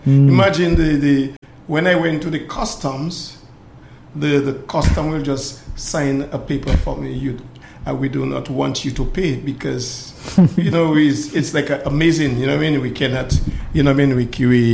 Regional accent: St. Joseph, Saint Joseph Parish, Dominica; I'm from the West Coast, a village called St. Joseph.

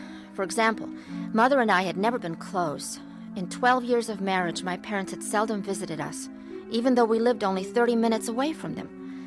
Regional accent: Chicago, Illinois, United States; I was born into an Orthodox Jewish family. My grandparents were Russian, but my parents were born and raised in Chicago, as were my brothers and sister and I.

